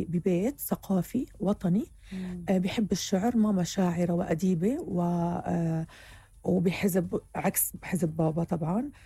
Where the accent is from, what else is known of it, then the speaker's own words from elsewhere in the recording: Syria; now in Egypt; أنا طفولتي في سوريا بصي كانت أجمل طفولة في الدنيا